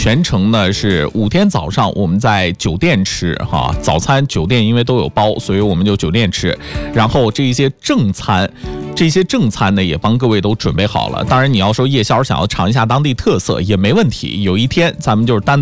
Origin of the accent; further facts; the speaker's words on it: northern China, China; 因为我是北方人